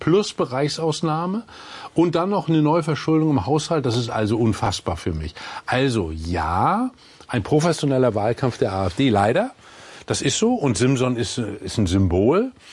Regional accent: Mecklenburg-Vorpommern, Germany; Ich sage im Übrigen ganz klar, in meiner Heimat in Mecklenburg-Vorpommern wird das anders sein.

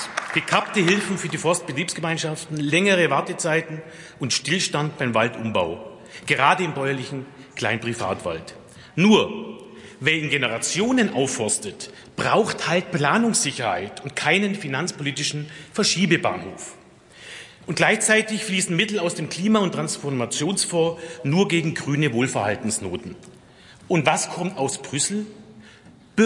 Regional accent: Bavaria, Germany; Bei uns im Allgäu ist es jetzt so, Herr Minister, wir sind der einzige Landkreis, wo jetzt mal eine befristete Allgemeinverfügung erlassen wurde.

